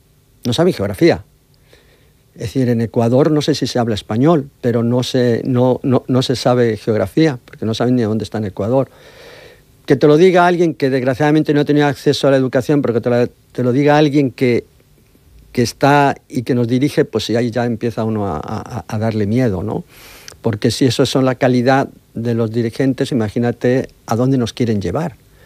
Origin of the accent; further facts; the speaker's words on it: Mexico; Yo vengo de México.